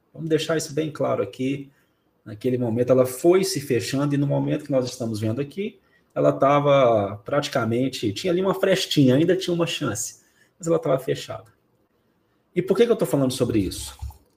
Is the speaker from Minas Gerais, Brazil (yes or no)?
yes; Minas Gerais, Brazil; Carol, eu sou mineiro, né?